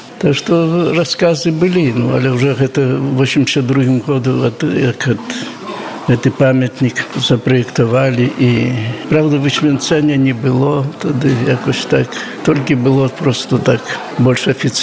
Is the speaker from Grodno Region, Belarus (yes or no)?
yes; Meleshki, Grodno Region, Belarus; Я сам з Мелешкоў родам, якбы па другой стороне гарадка, і той бок.